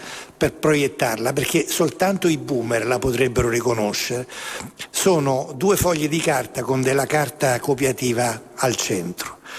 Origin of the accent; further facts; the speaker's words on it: Naples, Campania, Italy; io sono napoletano, quindi ho nel DNA l'arte di arrangiarmi